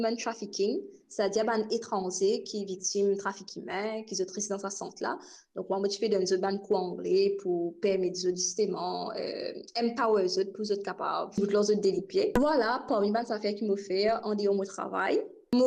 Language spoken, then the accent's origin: French; Rodrigues, Mauritius; born there; je suis à Rodrigue College et dans Saint-Barnabas